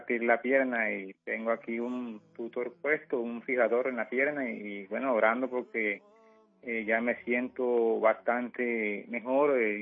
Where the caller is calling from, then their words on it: Corozal, Sucre, Colombia; En la ciudad de Corozal, en un corregimiento.